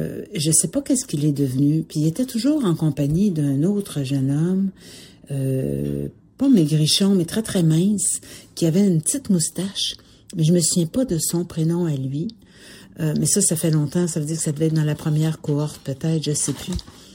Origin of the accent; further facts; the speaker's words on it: Ontario, Canada; Après quelques heures, je lui dis que je viens du nord de l'Ontario.